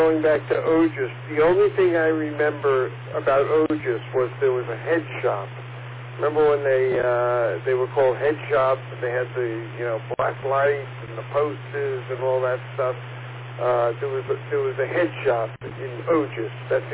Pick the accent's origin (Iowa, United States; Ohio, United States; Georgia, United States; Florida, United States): Florida, United States; North Miami Beach; also born or lived in New York; Yeah, I moved to Florida from New York, and I want to say in 1965, 66 at the latest. But back in those days, where I grew up was referred to as North Miami Beach, which was just a bit north of Sky Lake.